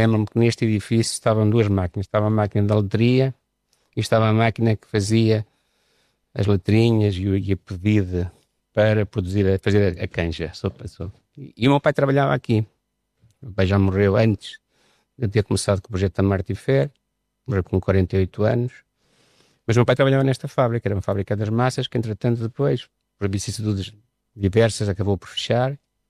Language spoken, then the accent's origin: Portuguese; Pessegueiro, Aveiro, Portugal